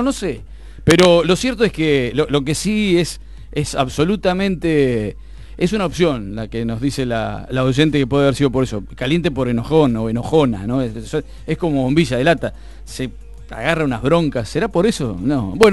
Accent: Vedia, Buenos Aires Province, Argentina; Son dichos de mi niñez en Bedia. Era pibe

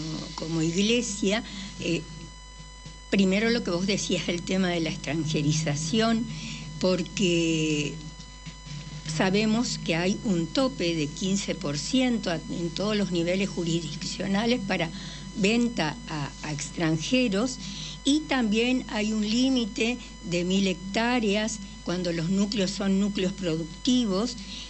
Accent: Argentina; cada provincia forma parte de toda una confederación que somos la Argentina

